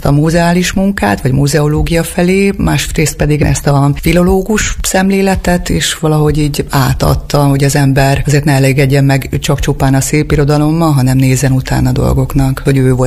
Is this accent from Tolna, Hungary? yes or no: no; Debrecen, Hajdú-Bihar, Hungary; also born or lived in Nyíradony; Nyíradonyi származású vagyok, Debrecenben születtem 1973-ban